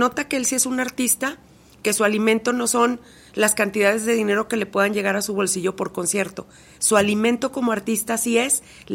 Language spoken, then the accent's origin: Spanish; Mexico